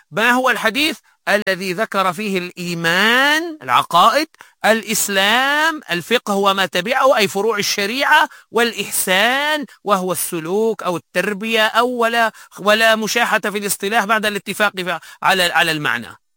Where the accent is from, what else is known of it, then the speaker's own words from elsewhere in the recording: Tunisia; احنا عندنا في تونس